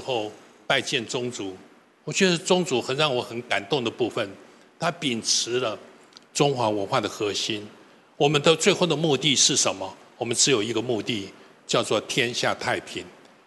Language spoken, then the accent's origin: Chinese; Taiwan; 因为我们台湾人有个习惯